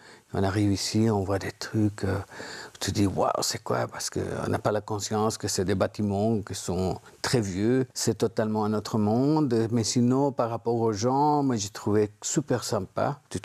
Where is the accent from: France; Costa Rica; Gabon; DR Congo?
Costa Rica; moved away as an adult; also born or lived in Connecticut, United States; now in Brussels, Belgium; je viens de Costa Rica, j'ai 61 ans. Je suis à Bruxelles depuis 1992.